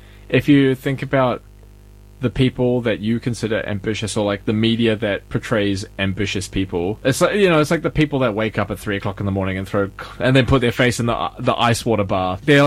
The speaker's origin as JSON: {"language": "English", "country": "New Zealand", "moved": "yes", "lives_now": "Sweden", "said": "when I first came to Sweden, my first thing, even before I moved here, is sort of like, okay, as New Zealander, what do you have? You have rugby."}